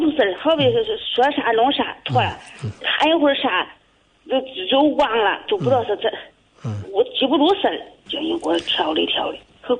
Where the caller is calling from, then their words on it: Henan, China; 我是河南的。